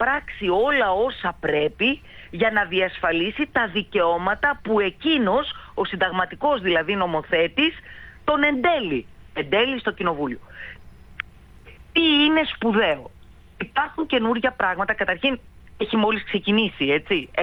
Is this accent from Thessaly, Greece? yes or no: yes; Thessaly, Greece; κατάγομαι από τη Θεσσαλία